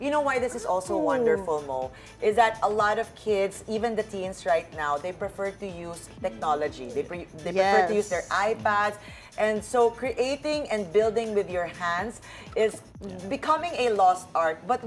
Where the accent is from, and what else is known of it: Philippines